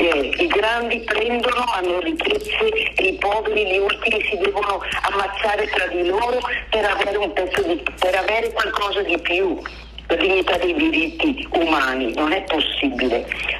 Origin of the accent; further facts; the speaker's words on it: Veneto, Italy; born there; sono vicentina, di vicino, ecco.